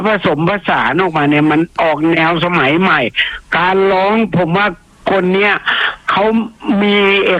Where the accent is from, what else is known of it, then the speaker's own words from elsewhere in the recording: Ang Thong, Thailand; born there; also born or lived in Na Thawi, Songkhla; าวไม่ผมเกิดอ่างทองไงแต่ว่าผมเคยไปอยู่ที่นาทวีมาน